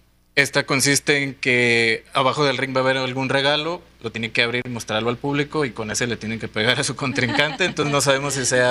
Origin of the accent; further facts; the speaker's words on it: Durango, Mexico; a mí que soy duranguense